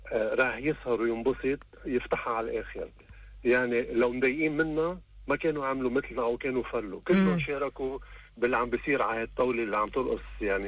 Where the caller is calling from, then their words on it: Lebanon; كلنا نحن شباب لبنانية